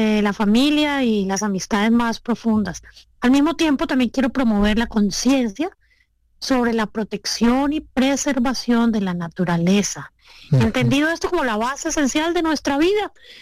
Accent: Colombia; En Colombia comemos bocadillo, en todas las regiones de Colombia creo que siempre hay un bocadillito en casa

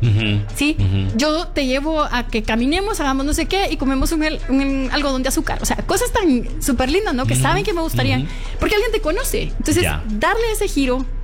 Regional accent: Guatemala; Entonces ya fijo, sí soy chapín.

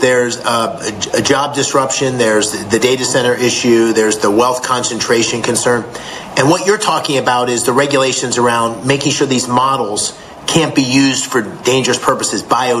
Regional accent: Columbia County, Pennsylvania, United States; Columbia County, where I grew up in Pennsylvania

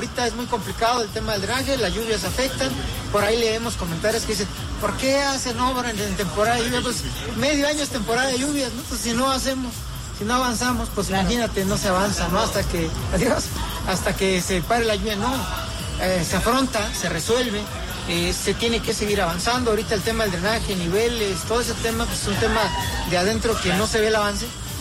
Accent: Oaxaca, Mexico

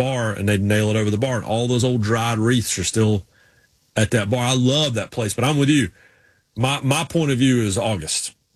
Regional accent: Raleigh, North Carolina, United States; Growing up in Raleigh in the 80s, we had all these Northeasters that moved down, and I thought the same thing.

